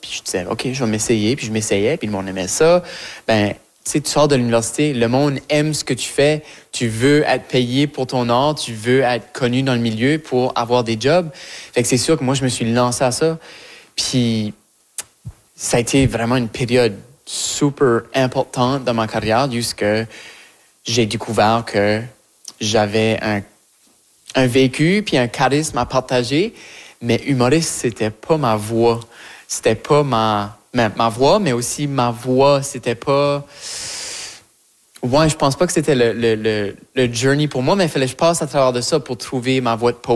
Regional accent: Acadia, Canada; accent: Acadian; que mon acadienté se manifeste à travers cette voix-là. Même si que mon accent change, puis mon vocabulaire évolue, puis mes expériences québécoises, montréalaises ajoutent à cette sauce-là

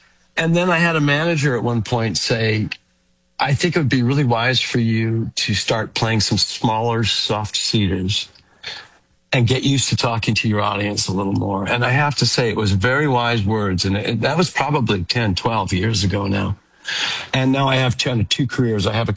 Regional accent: Regina, Saskatchewan, Canada; growing up in Regina

